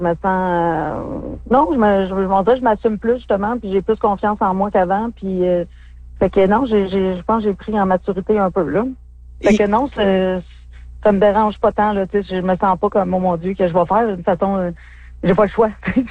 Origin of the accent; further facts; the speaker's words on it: Arnfield, Quebec, Canada; Ça doit faire quasiment 20 ans que je peux retourner dans mon village natal. Quand je vais à Rouyn, je vais à Évin parce que ma famille habite là. Fait que je me rends plus à Arnfield.